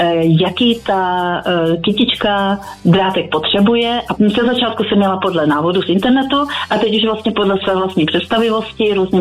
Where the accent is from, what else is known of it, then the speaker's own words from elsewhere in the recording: Jeseník, Olomouc Region, Czechia; now in Prague, Czechia; Já jsem z Prahy, teda původem jsem z Moravy, v Jeseníku, ale teď bydlím už dlouho v Praze, v Košířích.